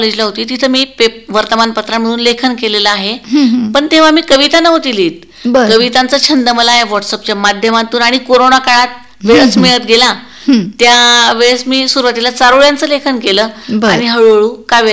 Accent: Marwad, Maharashtra, India; माझं बालपण अमळनेर तालुक्यातील मारवड या गावी गेलं। माझे वडील सालगडी म्हणून काम करत असत

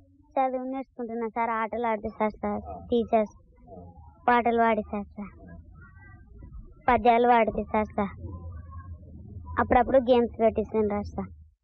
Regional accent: Kurnool district, Andhra Pradesh, India; మా ఊరు కర్నూలు జిల్లా.

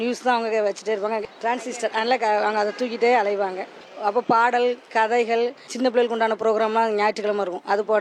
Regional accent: Kulasekarapattinam, Tamil Nadu, India; பழங்குட்டை. எனக்கு என்னுடைய சொந்த ஊர் குலசீர்பட்டினம்.

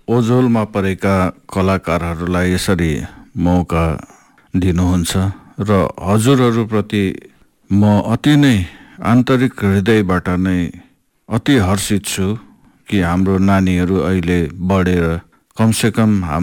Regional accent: West Bengal, India; born there; म टकभर चियाबारीमा जन्मेको हुँ र 1960 दशकमा मेरो जन्म भएको हो।

